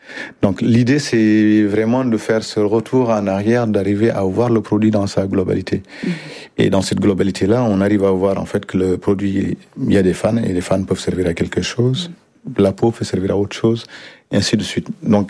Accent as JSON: {"language": "French", "country": "Mauritania", "tie": "born or raised there", "moved": "as an adult", "lives_now": "France"}